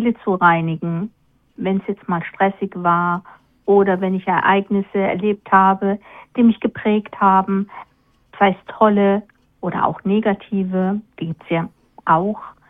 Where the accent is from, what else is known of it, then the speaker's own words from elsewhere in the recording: Germany; born there; Ich bin in Deutschland tatsächlich geboren.